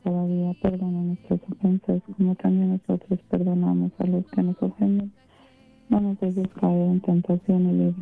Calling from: Texas, United States; Buenos días, aquí estamos en Texas.

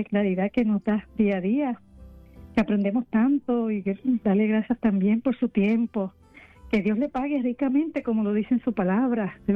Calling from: Fayetteville, North Carolina, United States; Sí, de acá de Carolina, en Fayetteville. Vivo en Fayetteville, cerca aquí de la base de Fort Bragg.

